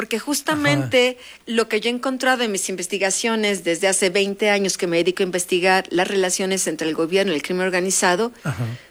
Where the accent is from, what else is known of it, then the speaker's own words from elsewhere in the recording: Mexico; también qué parte jugamos como mexicanos, el consumo de drogas, la corrupción, el pago de la mordida